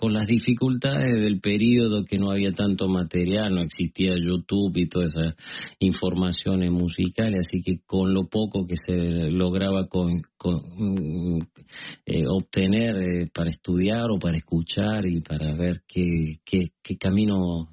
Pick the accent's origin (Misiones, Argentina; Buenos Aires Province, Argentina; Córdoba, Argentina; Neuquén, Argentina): Córdoba, Argentina; Yo soy de Córdoba, estamos a distancia de 850 kilómetros.